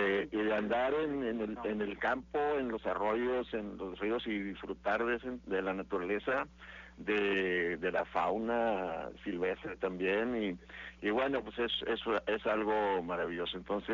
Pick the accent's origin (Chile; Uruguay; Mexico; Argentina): Mexico; Madera, Chihuahua; mi pueblo está enclavado allá en el municipio de Madera, Chihuahua, en lo más espeso de la Sierra Madre Occidental, en las colindancias con Sonora